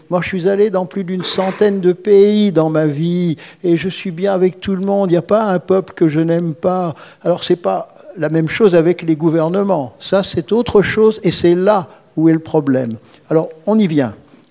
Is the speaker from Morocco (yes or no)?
no; France; je suis français